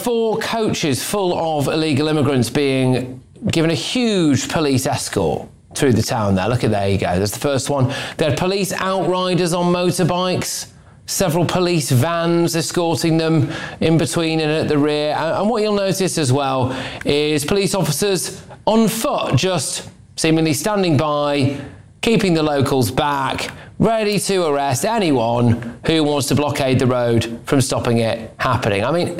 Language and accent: English; United Kingdom